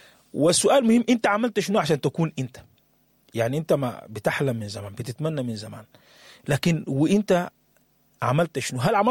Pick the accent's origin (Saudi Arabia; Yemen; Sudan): Sudan; حتى انت كسوداني يمكن في ناس كثيره بتستنتج اسباب الحرب، في ناس كثيره بتتكلم عملنا شنو بعد ما احنا مرقنا، بعد الحرب ما طلعتنا، بعد ما احنا تشتتنا، قاعدين نعمل شنو في المرحله الجايه لنا كسودانيين؟